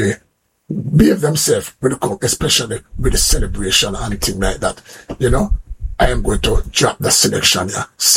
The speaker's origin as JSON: {"language": "English", "country": "Trinidad & Tobago", "accent": "Trinidadian", "said": "I say, boy, you're not Jamaican, you're Trini. No, I'm Jamaican today, boy. Me Trini accent not sound too right?"}